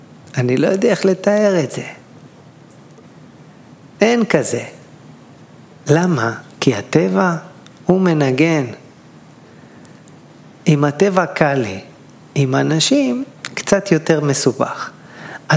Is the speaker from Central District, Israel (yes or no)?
yes; Elishiv, Central District, Israel; גדלתי בחוף מחמורת, אני מושבניק מאלישי ועמק הפר. שבוע שעבר הייתי במחמורת, חוף ילדותי.